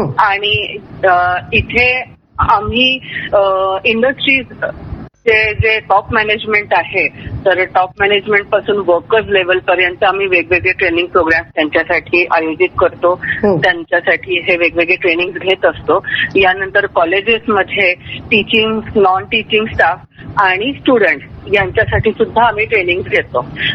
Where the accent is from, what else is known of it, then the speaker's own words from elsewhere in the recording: Nashik, Maharashtra, India; also born or lived in Gujarat; माझं बालपण ऍक्च्युली नाशिकला गेलं. वडिलांची फिरकीची नोकरी होती.